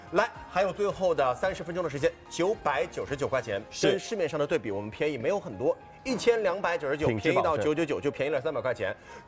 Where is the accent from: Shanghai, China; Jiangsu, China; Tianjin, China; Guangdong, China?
Shanghai, China; 尤其是咱们上海人